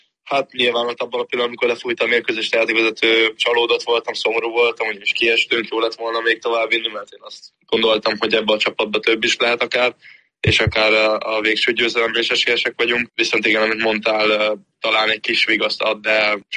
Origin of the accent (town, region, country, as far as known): Hungary; born or raised there; moved away